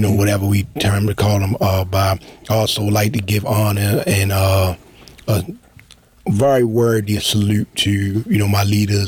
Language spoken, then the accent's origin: English; Baltimore, Maryland, United States; born or raised there